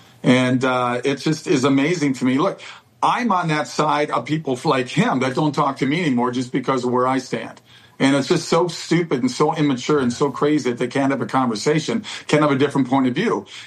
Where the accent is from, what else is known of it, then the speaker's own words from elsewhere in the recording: Florida, United States; That's in my home state of Florida right there.